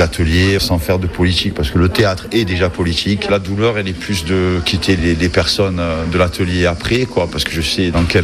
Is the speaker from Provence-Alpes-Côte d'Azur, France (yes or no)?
yes; Avignon, Provence-Alpes-Côte d'Azur, France; J'ai grandi en Avignon, partagé entre la cité médiévale et la cité tout court. Étant jeune, moi, d'Avignon, je connaissais que les spectacles de rue, c'était pas trop abordable.